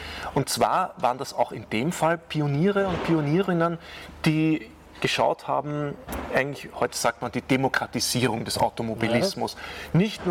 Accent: Brunn am Gebirge, Lower Austria, Austria; Tatsächlich, also ich komme aus Brunn am Gebirge, wo wir uns gerade befinden.

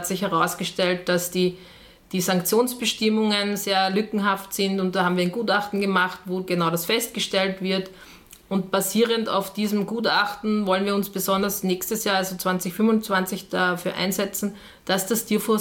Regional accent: Vienna, Austria; bin aufgewachsen in Wien, aber mit Garten und sehr nahe am Wald.

